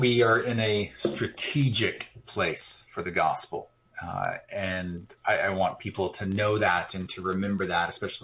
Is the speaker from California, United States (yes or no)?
yes; California, United States; I'm from California, but the people that move here, they move here for work, right?